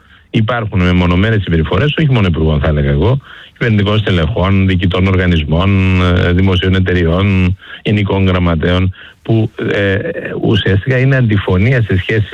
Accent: Eastern Macedonia and Thrace, Greece; εγώ επισημαίνω που κατάγομαι και από την Ροδόπη, οι αγρότες μας.

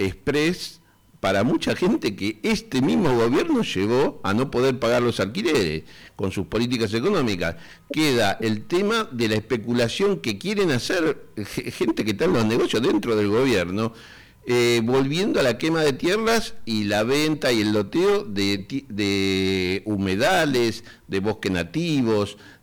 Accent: Argentina

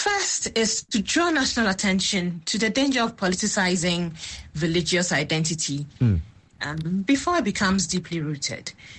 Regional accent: Ghana; As a Ghanaian, you have the right to compete, you know, in an election.

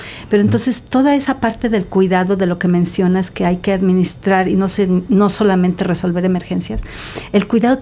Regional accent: Mexico

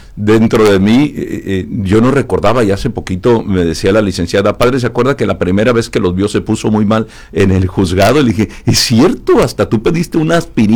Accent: Tijuana, Baja California, Mexico; Yo soy de aquí de Tijuana, somos 7 hermanos.

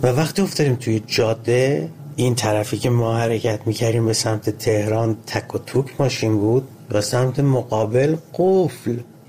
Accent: Ahvaz, Khuzestan, Iran; born or raised there

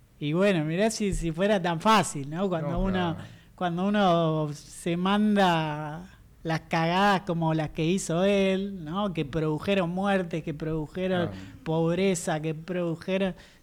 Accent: Argentina; es la realidad que tenemos todos los argentinos.

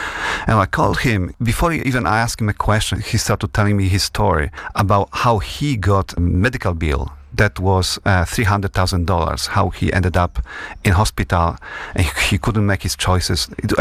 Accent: Poland; English is a second language; also born or lived in London; now in United States; because I live in America, but also I'm from Poland, right? And I lived 7 years in London and in many, many countries.

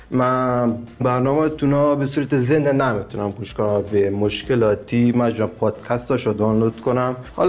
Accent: Iran; از ایران هستم

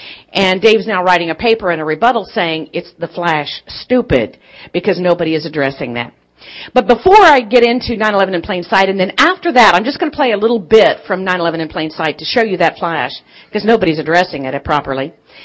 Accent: Kansas, United States; Number one, I'm from Kansas, and it was Air Force.

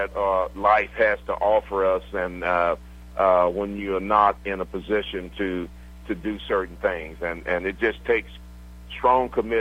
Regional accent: Griffin, Georgia, United States; Well, growing up in Griffin was a pretty unique kind of situation there.

